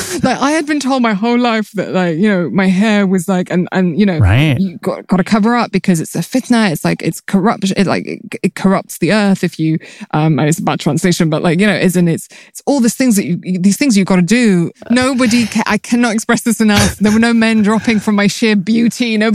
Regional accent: United Kingdom

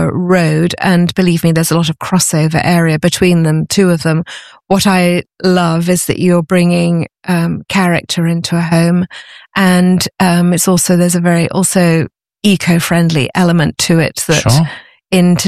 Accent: United Kingdom; now in France

